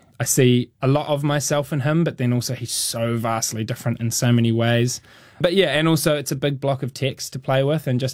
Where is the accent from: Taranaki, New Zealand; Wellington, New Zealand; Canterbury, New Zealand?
Canterbury, New Zealand; Christchurch